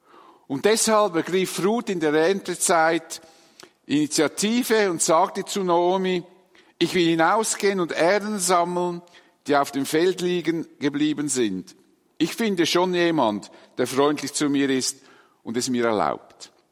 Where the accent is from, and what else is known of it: Dietikon, Zurich, Switzerland; born or raised there